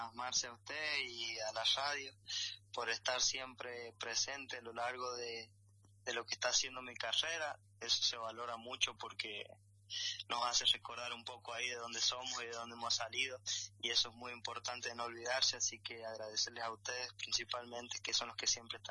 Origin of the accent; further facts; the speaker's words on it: Jáchal, San Juan, Argentina; moved away as an adult; Yo siempre tengo presente mis orígenes, siempre donde voy soy el hachallero, así que es más, muchos me dicen, pero vos sos de San Juan, sí, le digo soy de San Juan, pero yo soy de Hachal, así que acá me conocen como el hachallero